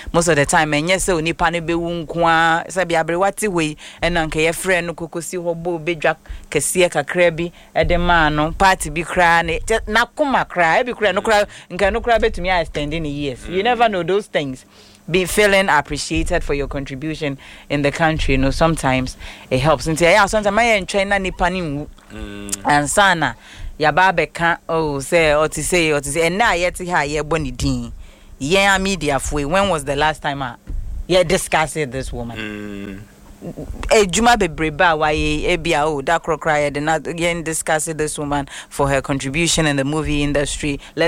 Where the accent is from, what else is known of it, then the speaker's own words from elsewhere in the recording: Ghana; When I think Nigeria, I am from Ghana.